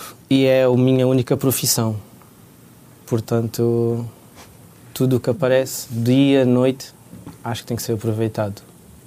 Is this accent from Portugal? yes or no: yes; Beja, Alentejo, Portugal